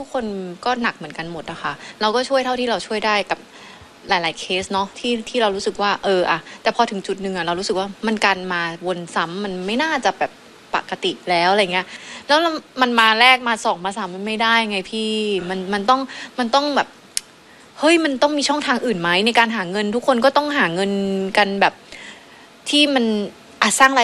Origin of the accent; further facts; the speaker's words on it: Phuket, Thailand; moved away as an adult; ก็เป็นมาจากภูเก็ตใช่ไหมคะ